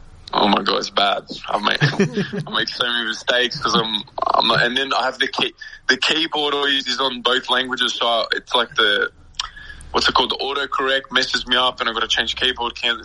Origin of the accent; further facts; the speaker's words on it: Australia; accent: Australian; moved away; people have told me, like, you know, even my mom or friends or whatever, that I've lost my Australian accent. To me, I don't really notice it. Maybe it was a bit stronger when I was in Australia